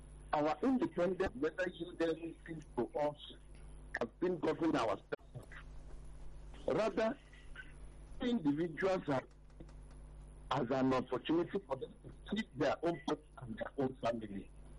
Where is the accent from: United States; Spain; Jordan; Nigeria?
Nigeria; Nigerians, we have been experiencing a lot.